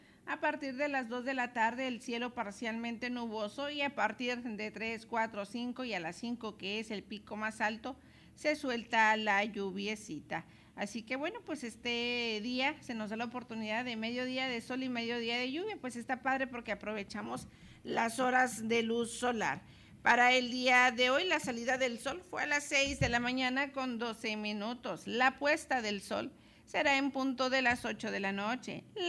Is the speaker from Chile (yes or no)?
no; Hidalgo del Parral, Chihuahua, Mexico; México, soy mexicano y qué ching que soy de Parral.